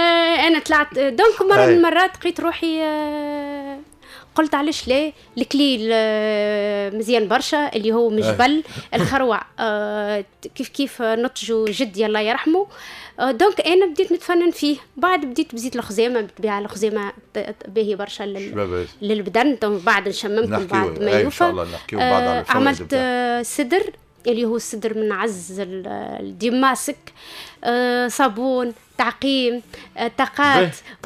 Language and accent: Arabic; Makthar, Siliana, Tunisia; now in Hammamet, Tunisia; انا اصلي مكثر ولايه سليانة، من جيت من حمامات.